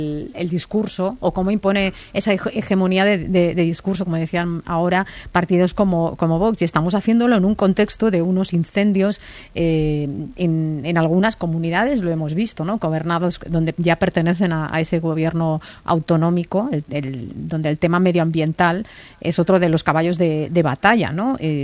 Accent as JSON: {"language": "Spanish", "country": "Spain", "said": "a mí, que soy español, aunque pertenezca a una etnia que siempre se ha visto racializada y marginada"}